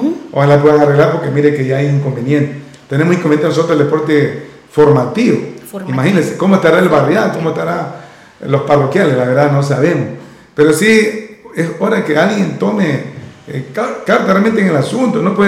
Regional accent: Esmeraldas, Ecuador; born there; moved away; Yo vengo de Esmeralda, imagínense. Claro. Y mal que diga de mi tierra Esmeralda, porque yo nací allá

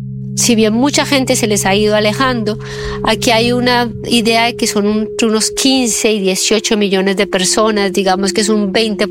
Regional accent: Eje Cafetero, Colombia; now in Iran; yo soy colombiana.

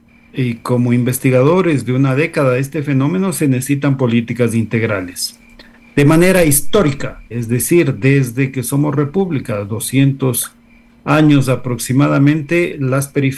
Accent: Cuenca, Azuay, Ecuador; yo soy cuencano

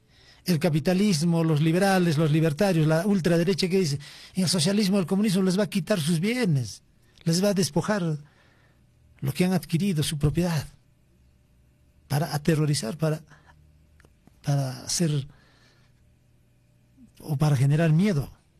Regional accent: Peru; ¿De qué somos los peruanos dueños?

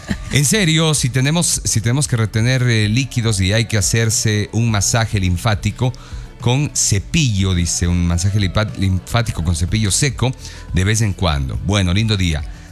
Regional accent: Guayaquil, Guayas, Ecuador; Soy de Guayaquil.

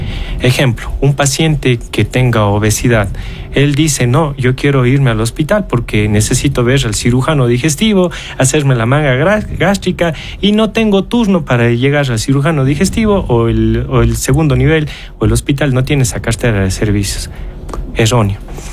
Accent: Azogues, Cañar, Ecuador; Yo soy de Azogues y hoy estoy en la querida ciudad hermana de Cuenca

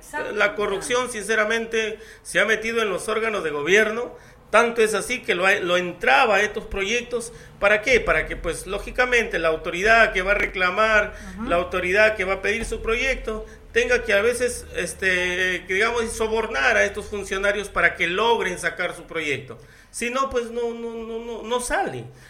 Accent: Túcume, Lambayeque, Peru; nosotros salimos de allá, hemos nacido allá, hemos estudiado allá, y luego ya hemos avanzado un poco a la universidad y luego trabajamos acá en Túcume.

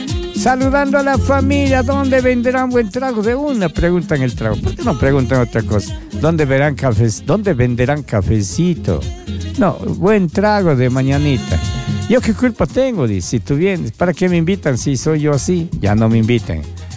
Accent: Ecuador; lo que tiene nuestro cantón y lo que tiene nuestro hermoso país de Ecuador.

